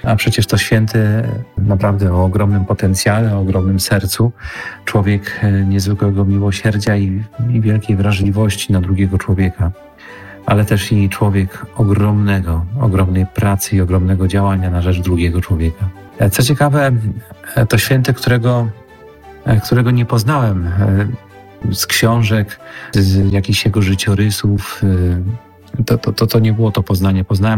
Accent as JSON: {"language": "Polish", "town": "Wołomin", "region": "Masovian Voivodeship", "country": "Poland", "tie": "born or raised there", "said": "Pochodzę z Wołomina, podwarszawskiego Wołomina, z parafii prowadzonej przez księży orionistów."}